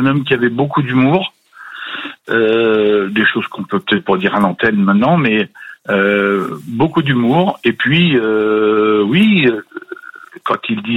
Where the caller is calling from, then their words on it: Brittany, France; De Bretagne, du fin fond de la Bretagne, près de la Pointe du Raz.